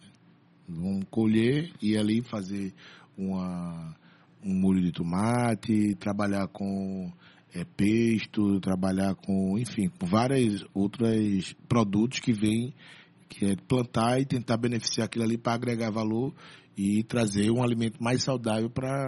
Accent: Brazil; a gente é daqui da Várzea, né? Em sua maioria, não todo mundo, mas a gente surge aqui da Várzea.

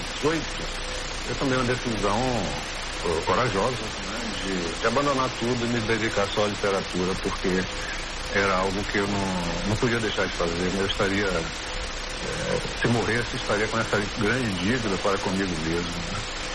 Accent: Salvador, Bahia, Brazil; born there; E lá em Salvador, onde nasci, e se chamava exatamente Jornal da Bahia.

